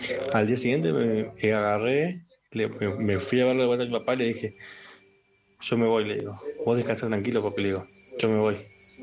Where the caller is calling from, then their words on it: Bella Vista, Buenos Aires Province, Argentina; Yo soy acá de Bellavista y mi papá vivía en Guernica, zona sur.